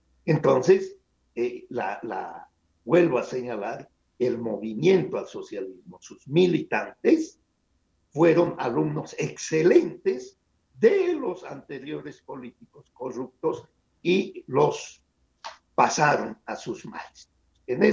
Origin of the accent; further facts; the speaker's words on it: Sucre, Chuquisaca, Bolivia; Yo soy de Sucre, con mi familia es de Sucre.